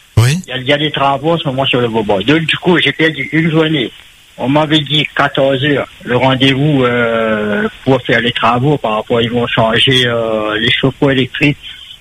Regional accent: Réunion, France; Nous, en tant que Français, en tant que Réunionnais, moi je vote.

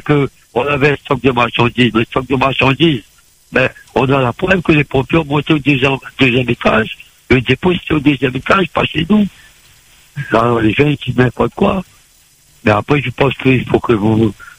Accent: Saint-Denis, Réunion; born there; Moi, je suis né à La Réunion, à Saint-Denis-la-Réunion.

